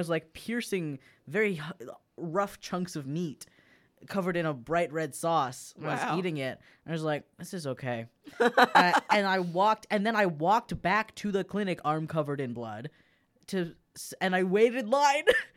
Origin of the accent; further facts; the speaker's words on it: Canada; Because what else are you? I'm Canadian.